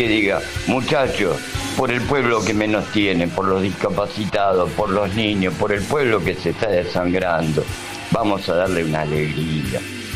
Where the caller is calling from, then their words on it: Buenos Aires, Argentina; de Villaluro.